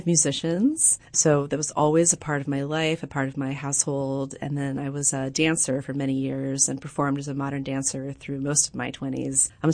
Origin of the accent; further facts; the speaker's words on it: Nashville, Tennessee, United States; I grew up in Nashville, and I had a friend who would summer in Monteagle.